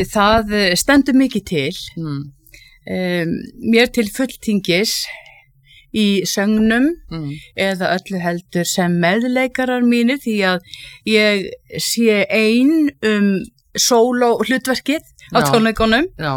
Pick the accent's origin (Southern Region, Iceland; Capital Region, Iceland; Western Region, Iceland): Southern Region, Iceland; Hvolsvöllur; born or raised there